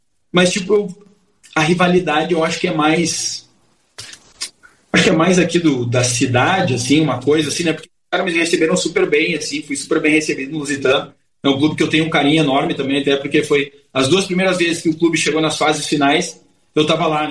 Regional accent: Rio Grande do Sul, Brazil; born there; also born or lived in São Paulo; Depois joguei em São Paulo também, mas eu nasci no Grande do Sul.

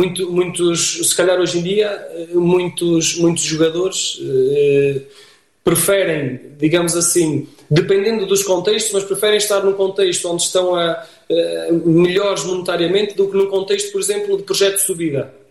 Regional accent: Lamelas, Viseu, Portugal; Aliás, eu sou natural de Lamelas, vivo em Lamelas mesmo

